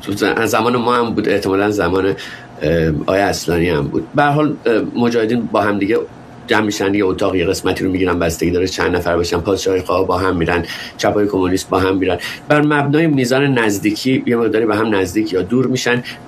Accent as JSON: {"language": "Persian", "country": "Iran", "said": "ما که غریبه نیستیم، ما ایرانی هستیم،"}